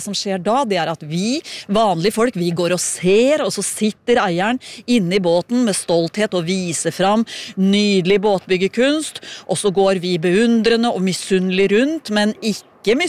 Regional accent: Drammen, Buskerud, Norway; jeg har ikke grei på båter, jeg er fra Drammen

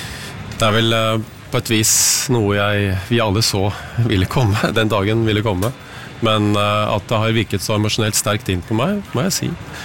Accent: Porto, Porto District, Portugal; now in Norway; Altså, først må jeg si at vi vokste opp i Portugal, min søster og jeg, og min lille familie. Og da husker jeg egentlig at vi bodde ute i Porto, jeg gikk på en engelsk skole, og vi hadde forlatt Norge

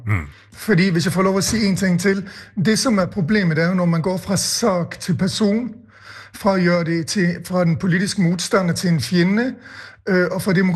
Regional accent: Denmark; Samtidigt, jag kommer ju upprinnelse från Danmark, och där må jag säga att den ton vi har haft, speciellt i invandringsdebatten i Danmark, har varit minst lika hård.

